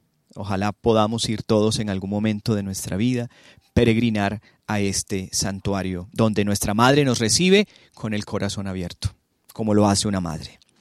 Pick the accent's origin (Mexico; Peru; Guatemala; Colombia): Colombia; cuando escuchemos todos nosotros como colombianos al Señor, Colombia será siempre una nación grande